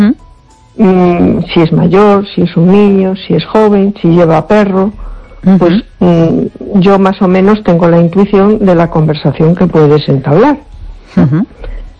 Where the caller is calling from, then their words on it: A Coruña, Galicia, Spain; de Coruña.